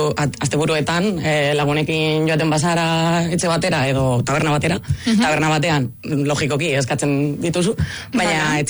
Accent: Alhama de Murcia, Region of Murcia, Spain; Basque is a second language; moved away as an adult; now in Vitoria-Gasteiz, Spain

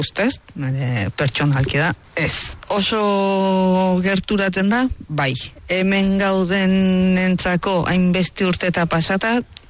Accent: Mexico; Basque is a second language; Ez, ni beti esaten dut mexikarra naizela. Hoi ala da. Baina beti erdi bihotza euskalduna.

